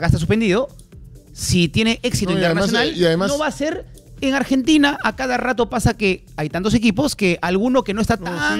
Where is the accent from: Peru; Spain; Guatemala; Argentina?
Peru; Uno se suma como peruano